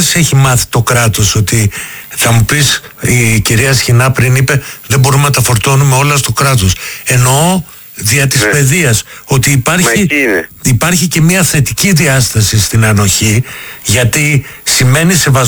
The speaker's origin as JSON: {"language": "Greek", "region": "Crete", "country": "Greece", "said": "Εγώ είμαι από την Κρήτη."}